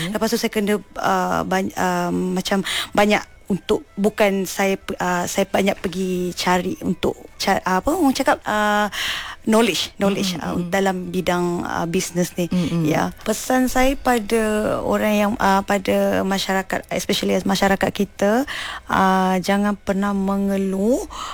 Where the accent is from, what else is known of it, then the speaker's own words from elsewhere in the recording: Bidor, Perak, Malaysia; now in Kuala Lumpur, Malaysia; Saya berasal daripada Bidu, Perak. Okey, dan menetap di KL.